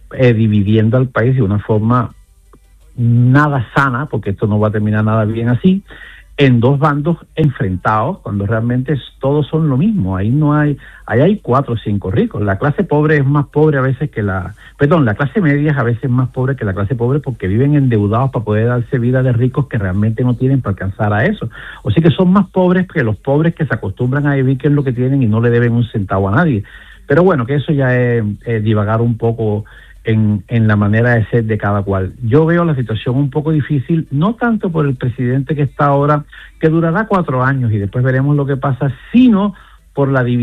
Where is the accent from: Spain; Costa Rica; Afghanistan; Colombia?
Colombia; Caribbean Region; los que somos del lado del Caribe.